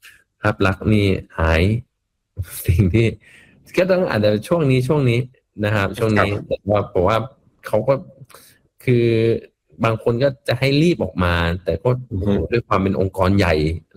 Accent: Bangkok, Thailand; ผู้ว่าชาติชาตินี่คือผมก็จะอวยก็อวยแหละเพราะเราคนกรุงเทพเนาะเราเห็นความเปลี่ยนแปลงในกรุงเทพแบบค่อนข้างเยอะ

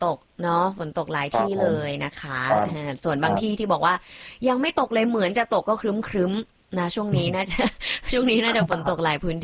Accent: Chiang Mai, Thailand; เชียงใหม่ค่ะ

